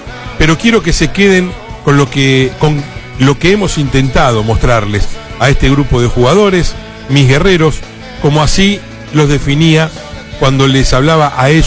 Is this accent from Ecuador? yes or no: no; Argentina